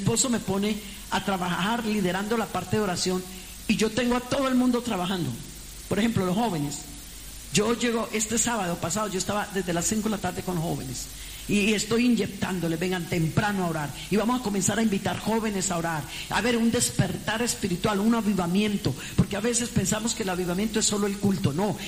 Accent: Colombia; como decimos en Colombia, yo tengo, pues claro, soy colombiana, algunos dichos.

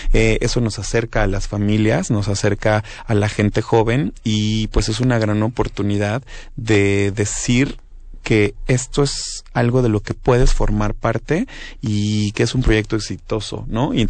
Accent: Mexico; en lo que nos conforma como mexicanos

